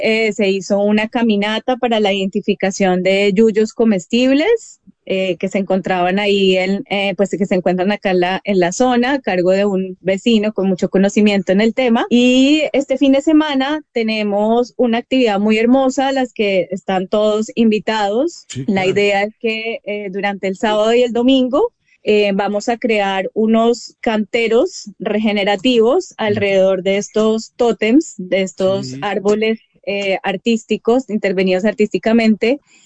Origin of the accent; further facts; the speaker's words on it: Colombia; now in Uruguay; Bueno, yo soy de Colombia, mi compañero es de Argentina y bueno, terminamos acá en Uruguay.